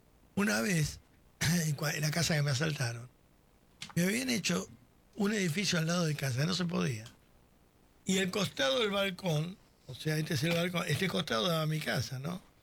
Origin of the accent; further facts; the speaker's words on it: Calabria, Italy; Sí. Bueno, yo soy de la Calabria.